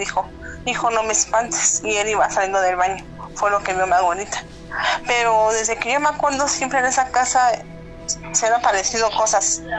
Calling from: Mexico City, Mexico; De aquí, de la Ciudad de México.

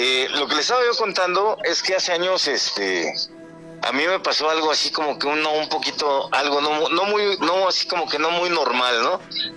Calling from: Mexico City, Mexico; Aquí en la Ciudad de México, en la alcaldía Álvaro Obregón.

